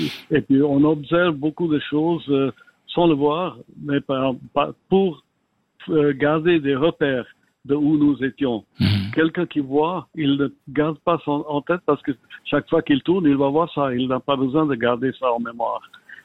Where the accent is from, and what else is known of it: Geneva, Switzerland; born or raised there